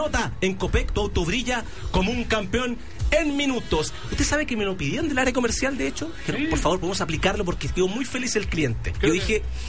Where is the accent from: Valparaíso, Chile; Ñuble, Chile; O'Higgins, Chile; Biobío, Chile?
O'Higgins, Chile; Chimbarongo; Chimbarongo, de ahí está, de nuestra zona. Nosotros somos hijos ilustres de Chimbarongo, nos dio mucha alegría durante este año.